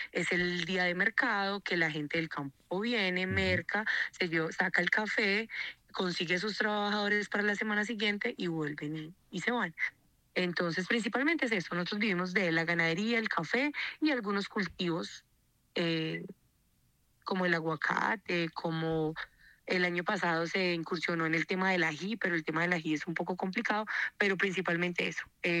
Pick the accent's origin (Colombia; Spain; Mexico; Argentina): Colombia; El Cairo, Valle del Cauca; Yo soy una simple comerciante, ciudadana del Cairo, que trabaja, pues he trabajado aquí